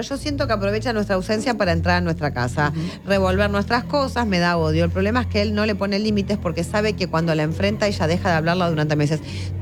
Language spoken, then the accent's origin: Spanish; Argentina; now in Norway; de Argentina, pero los miro por YouTube desde Noruega.